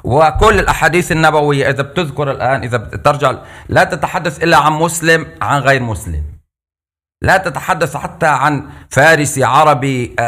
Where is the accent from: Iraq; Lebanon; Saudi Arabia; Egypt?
Lebanon; born there; هو البلد بلدي لبنان، أنا ولدت في لبنان